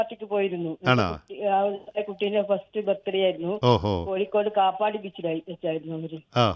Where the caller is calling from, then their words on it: Vadakara, Kerala, India; സ്ഥലം വടകര പഴങ്കാവ്.